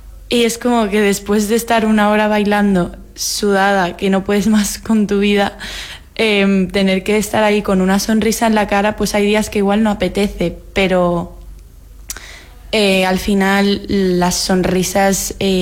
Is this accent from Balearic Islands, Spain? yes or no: yes; Ibiza, Balearic Islands, Spain; en mi casa, en Ibiza. Y como artista ibicenca